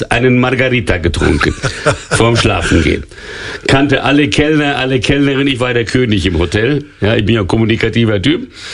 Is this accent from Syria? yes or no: no; São Paulo, Brazil; Und habe gesagt, ich komme aus São Paulo, habe meinen Lieblingsverein genannt, das war der Konkurrent von Santos, das war Palmeiras.